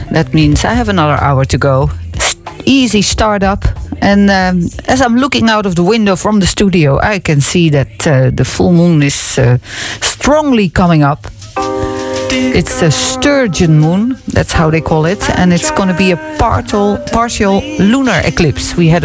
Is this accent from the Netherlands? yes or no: yes; Netherlands; I'm from the Netherlands and I'm in the mix.